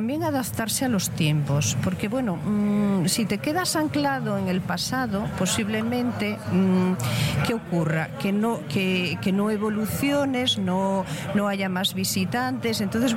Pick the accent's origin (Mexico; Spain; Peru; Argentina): Spain; Asturias; Nosotros somos de Asturias